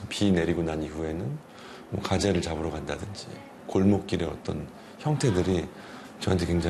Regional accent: Seoul, South Korea; 65년 된 주택을 만나서 어린 시절 살던 성북동으로 다시 돌아온 미술하는 작가

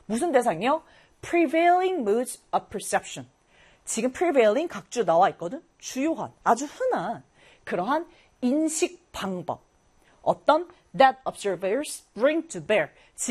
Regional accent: South Korea; 선생님은 한국인. 나는 한국인의 사고를 가지고 있는 거야.

